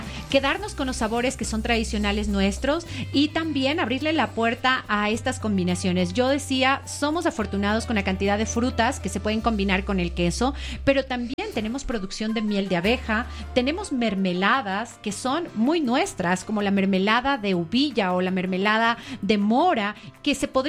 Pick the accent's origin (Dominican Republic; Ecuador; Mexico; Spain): Ecuador; ¿Qué nos falta como ecuatorianos